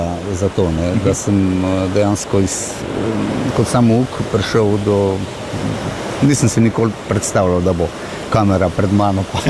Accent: Vrt, Southeast Slovenia, Slovenia; born there; now in Stari trg ob Kolpi, Slovenia; Ja, zdaj sva v vasici Vrt. Uh-huh. To je 10 km oddaljeno od Starega trga, uh-huh. kjer sicer živim. Ampak tukaj sem rojen in tukaj imam domačijo

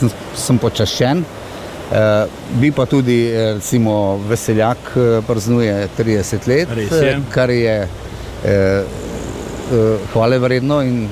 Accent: Vrt, Southeast Slovenia, Slovenia; born there; now in Stari trg ob Kolpi, Slovenia; Ja, zdaj sva v vasici Vrt. Uh-huh. To je 10 km oddaljeno od Starega trga, uh-huh. kjer sicer živim. Ampak tukaj sem rojen in tukaj imam domačijo

